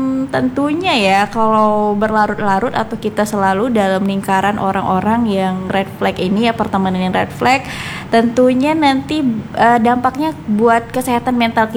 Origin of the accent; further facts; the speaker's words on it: Riau Islands, Indonesia; Misalnya kita nih kita nih anak Natuna tapi cita-cita kita tuh tinggi